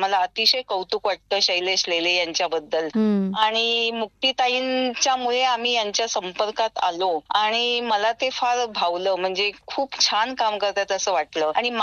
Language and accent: Marathi; Mumbai, Maharashtra, India; moved away as an adult; now in Pune, India; मी मूळची मुंबईची. माझं शालेय शिक्षण आणि कॉलेजचं शिक्षण 12वी पर्यंत मुंबईतच झालं आणि परेलच्या KEM हॉस्पिटल मधून मी MBBS ची डिग्री घेतली आणि त्याच्यानंतर मी लग्नानंतर पुण्यात स्थायिक झाले